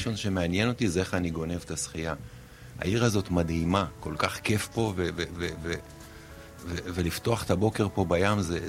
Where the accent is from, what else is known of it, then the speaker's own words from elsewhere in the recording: Dimona, Southern District, Israel; moved away as an adult; now in Eilat, Israel; אני נולדתי בדימונה, גדלתי בדימונה